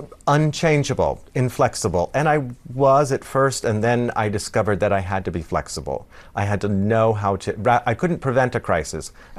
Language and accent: English; California, United States; the shock of being an American. And I know things to be done very regularly where I come from in California.